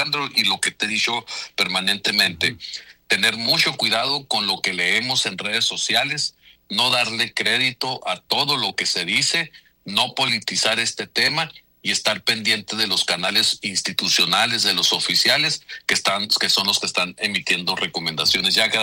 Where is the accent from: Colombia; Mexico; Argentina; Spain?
Mexico; Nogales, Sonora; now in Hermosillo, Mexico; particularmente ahí en Nogales, pues tú sabes, yo soy de la Reforma. Estuve hace unos días por allá visitando a mi familia, platicando con mi mamá.